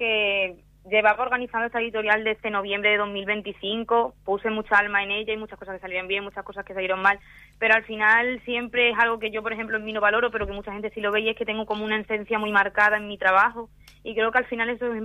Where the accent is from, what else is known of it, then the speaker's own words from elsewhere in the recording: Mérida, Extremadura, Spain; Yo soy de Mérida, Extremadura.